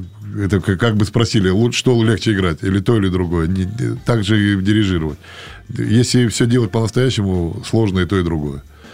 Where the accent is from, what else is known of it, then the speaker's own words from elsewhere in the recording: Kazakhstan; now in Voronezh, Russia; Это самый большой был мой вызов для меня, что я приехал из Казахстана сюда.